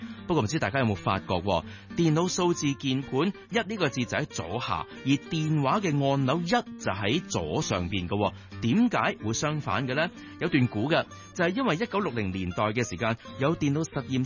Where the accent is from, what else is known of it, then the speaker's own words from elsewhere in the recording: China; 我哋作為中國人都會覺得犀利